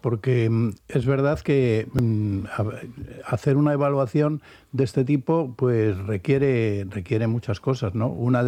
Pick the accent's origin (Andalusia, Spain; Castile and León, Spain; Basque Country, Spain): Basque Country, Spain; y yo soy de Encartaciones y sé lo que es, ¿no?